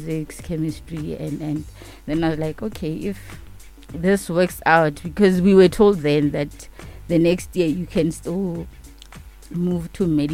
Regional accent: Limpopo, South Africa; Oh, it's I grew up at Mashashani.

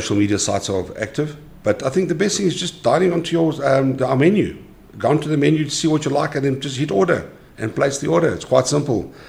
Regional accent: South Africa; being a South African

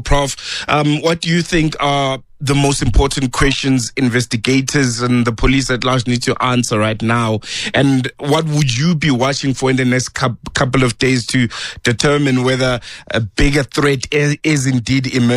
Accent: South Africa; When Adela, you know, uses the word apartheid, and this jumped at me, you know, as a South African, naturally so.

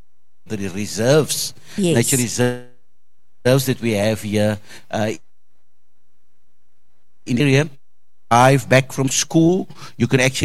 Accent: South Africa

